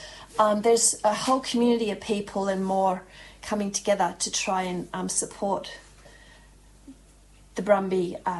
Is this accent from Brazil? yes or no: no; Cabramurra, New South Wales, Australia; moved away; my hometown being the Snow Mountains, where my dad was an engineer. He lived in an old township called Cabramurra, moved across to the new township when I was a newborn baby